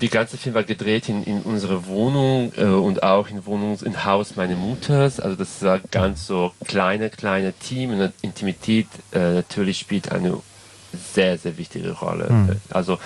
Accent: Serbia; German is a second language

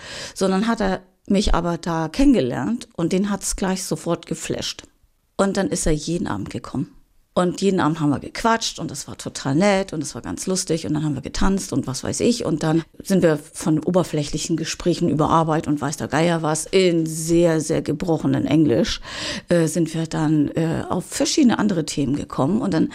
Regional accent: Hamburg, Germany; Ich bin in Hamburg zur Schule gegangen, ich habe da gearbeitet, ich habe alles Hamburg.

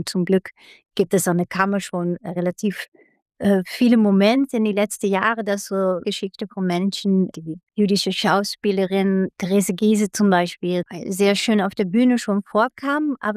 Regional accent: Netherlands; German is a second language; Ich komme ja aus den Niederlanden, so für mich war das relativ unbekanntes Stoff. So, ich bin da nicht in die Schule mit aufgewachsen

